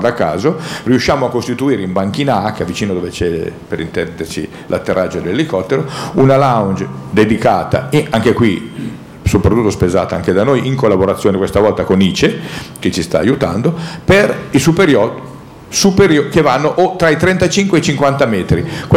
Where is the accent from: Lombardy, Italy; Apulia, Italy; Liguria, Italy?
Lombardy, Italy; avuto la possibilità, tipo da Lombardo, ho avuto la possibilità di fare una cosa che un ligure, un genovese non avrebbe mai fatto.